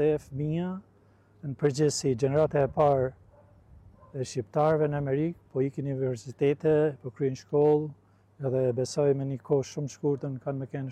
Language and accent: Albanian; Hot, Shkodër County, Albania; now in United States; Unë jam prej Malsisë madhe, por jam prej Hutit.